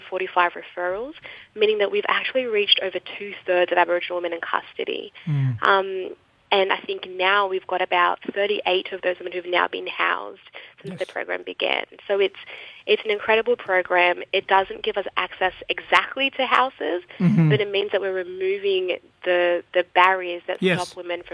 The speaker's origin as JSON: {"language": "English", "country": "Ghana", "lives_now": "Australia", "said": "So I'm actually a Ghanaian Australian. I'm of African descent."}